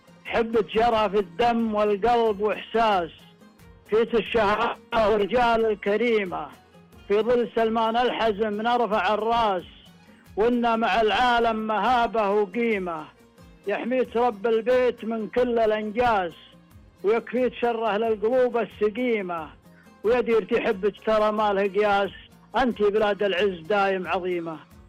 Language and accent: Arabic; Saudi Arabia; لوطننا الغالي المملكة العربية السعودية